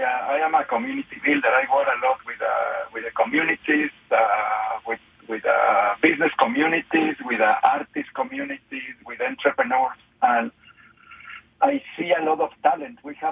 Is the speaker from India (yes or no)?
no; Mexico; now in Alberta, Canada; I also Mexican, right? Mexican Canadian